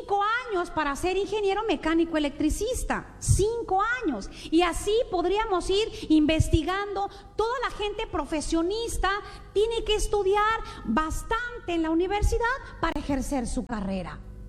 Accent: Mexico; moved away

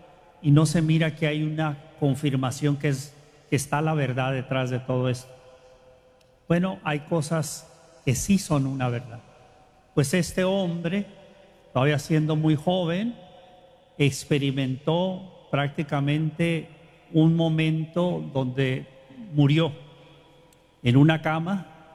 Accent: Tijuana, Baja California, Mexico; yo soy de Tijuana, nací en Tijuana.

